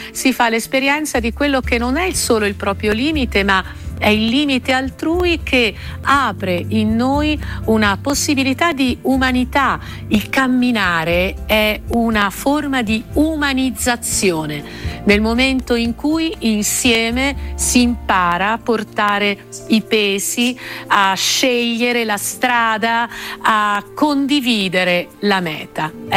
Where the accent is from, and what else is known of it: Umbria, Italy